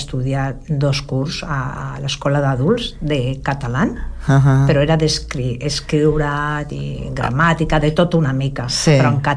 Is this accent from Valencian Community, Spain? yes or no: no; Catalonia, Spain; born there; first language Spanish; Catalan is a second language; sempre m'ha agradat parlar el català. És que, a veure, jo no he nascut a Barcelona, però m'estimo Barcelona. Jo considero que sóc catalana. Hi ha gent amb 40 o 30 anys que no porten tota la vida com jo a Catalunya.